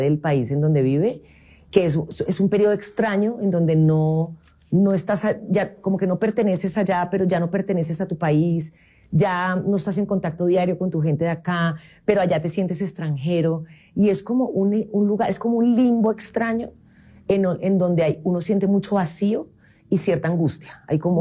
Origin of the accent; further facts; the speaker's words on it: Colombia; now in Spain; yo soy exiliada voluntaria colombiana